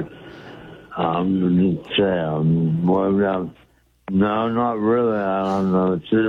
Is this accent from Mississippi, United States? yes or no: no; Miami Beach, Florida, United States; born there; I was born premature on Miami Beach, maiden day, Miami Beach, Florida. I'm a beach baby.